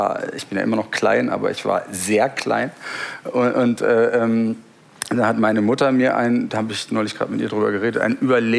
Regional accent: Goslar, Lower Saxony, Germany; also born or lived in India; Naja, ich kam ja aus Goslar.

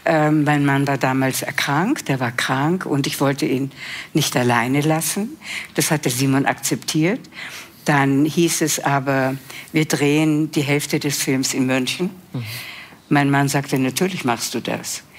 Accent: Vienna, Austria; Ich bin ja Wienerin

